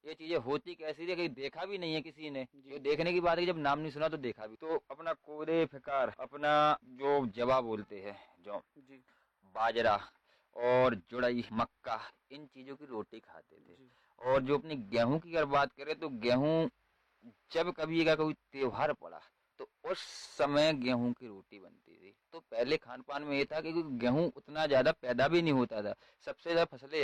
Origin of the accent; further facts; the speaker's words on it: Ladpura, Madhya Pradesh, India; born there; ये जो हमारा गाँव पर्यटन में घोषित हुआ है, पर्यटन विलेज में